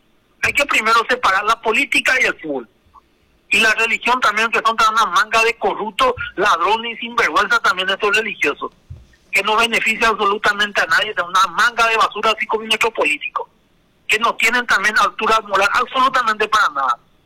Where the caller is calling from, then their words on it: Paraguay; Soy paraguayo